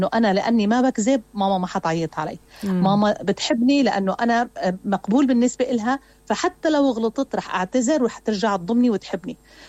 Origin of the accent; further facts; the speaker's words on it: Syria; نحن مجتمع سوري